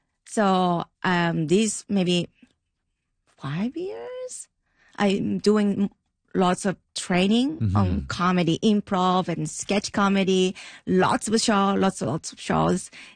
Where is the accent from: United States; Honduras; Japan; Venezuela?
Japan; English is a second language; I'm from Japan and like there's a storytelling happening in the beginning, but that's real my story.